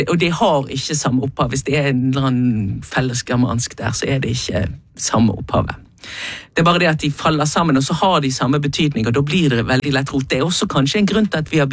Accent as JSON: {"language": "Norwegian", "town": "Bergen", "region": "Vestland", "country": "Norway"}